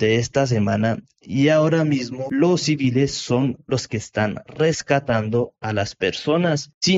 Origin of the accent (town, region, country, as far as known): Colombia